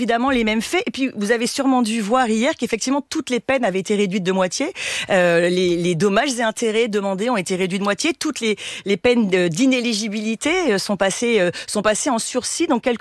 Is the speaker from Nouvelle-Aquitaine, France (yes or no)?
yes; Talence, Nouvelle-Aquitaine, France; born there; Déjà, je dis à Nathalie que je suis née à Talence, donc c'est assez drôle.